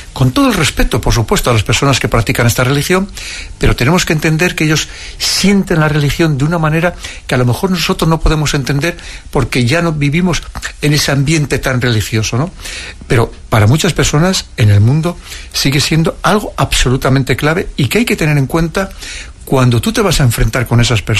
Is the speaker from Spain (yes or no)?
yes; Spain; nosotros ahora a lo mejor, como españoles, como europeos, en el que vivimos en una época de lo que prima es el materialismo